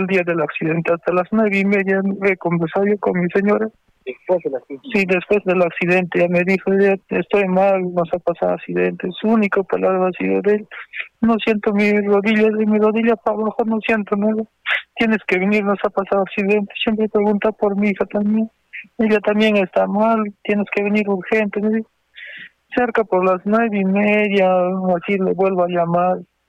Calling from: Cusco, Peru; como nosotros somos de Cusco

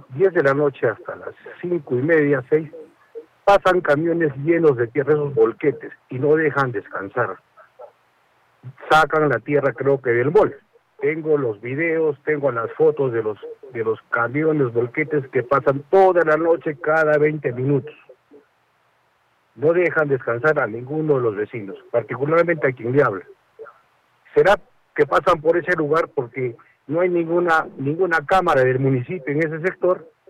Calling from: Arequipa, Peru; Soy vecino acá de Manuel Prado, de la parte baja.

